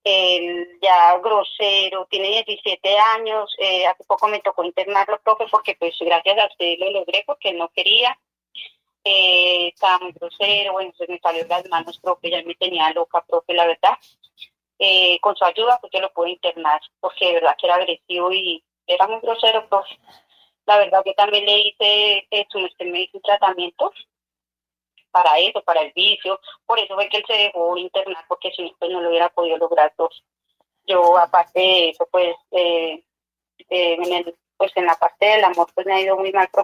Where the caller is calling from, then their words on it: Bogotá, Colombia; De acá, del barrio Casalita, del sur de Bogotá.